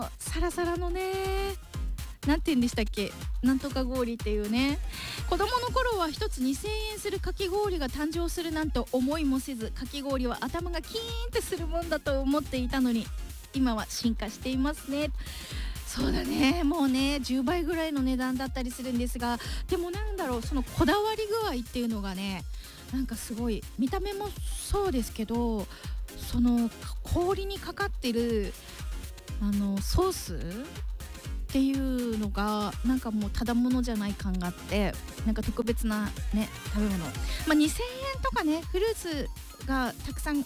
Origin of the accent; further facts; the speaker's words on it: Mito, Ibaraki, Japan; 水戸です。水戸生まれ、茨城県民です。バンとね水戸で育ちました。